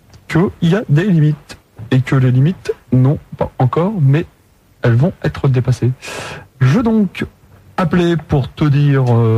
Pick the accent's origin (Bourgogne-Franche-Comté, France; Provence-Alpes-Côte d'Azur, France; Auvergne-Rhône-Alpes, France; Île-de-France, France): Bourgogne-Franche-Comté, France; Mâcon; Je suis de Mâcon.